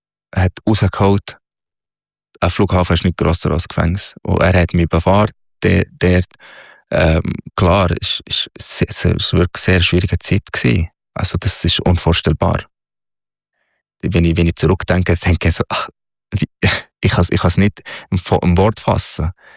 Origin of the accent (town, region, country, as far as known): Egypt; German is a second language; moved away as an adult; now in Switzerland